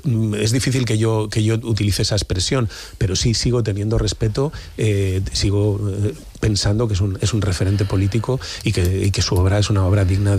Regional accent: Valladolid, Castile and León, Spain; Yo era feliz como alcalde de Valladolid

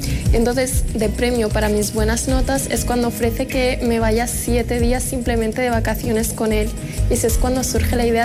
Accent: Morocco; soy de Marruecos, tengo 21 años, soy estudiante de Derecho y Relaciones Internacionales

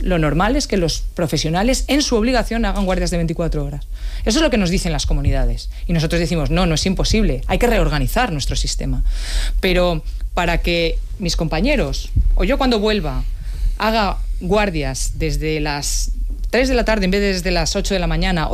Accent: Community of Madrid, Spain; cosa que a mí me interpela en primer orden como ministra y como madrileña

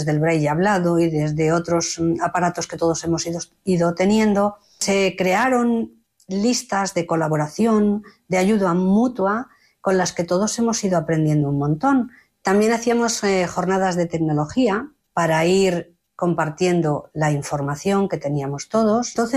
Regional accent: Finisterre, Galicia, Spain; entonces Sevilla, en el año 70, estaba muy lejos de Finisterre, que es de donde yo soy, en todos los sentidos.

